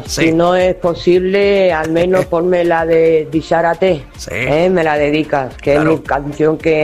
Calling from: Pineda de Mar, Catalonia, Spain; de Pineda de Mar.

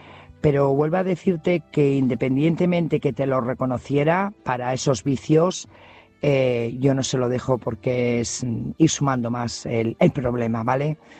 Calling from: Burgos, Castile and León, Spain; Buenas noches … corresponsal de Burgos.

